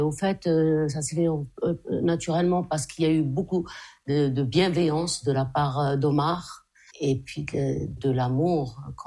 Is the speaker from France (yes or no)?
no; Algeria; moved away; C'est ce qui m'a emmenée à monter ce groupe … parce que moi j'ai quitté l'Algérie jeune.